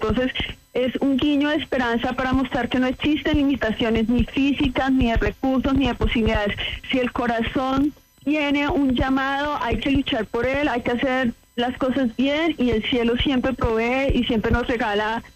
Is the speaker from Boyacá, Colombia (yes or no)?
yes; San Eduardo, Boyacá, Colombia; venimos de San Eduardo, un pueblo súper chiquitito